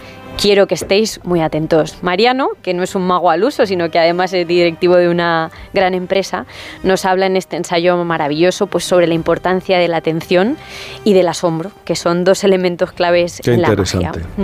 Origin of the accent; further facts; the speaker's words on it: Castilla-La Mancha, Spain; No, yo como buena manchega estoy bien en los climas cálidos y secos